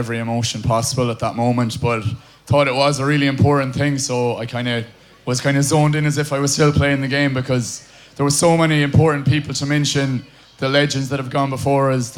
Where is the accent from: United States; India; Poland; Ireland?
Ireland; Ballyhaunis, Connacht; we're really, really thankful for you turned out for us in Castlebar, in my hometown, Ballyhonus, yesterday